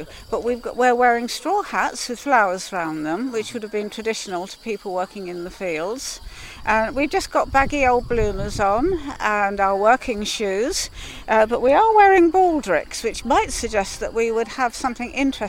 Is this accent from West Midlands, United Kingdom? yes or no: yes; Leek, West Midlands, United Kingdom; I'm from Leek Morris.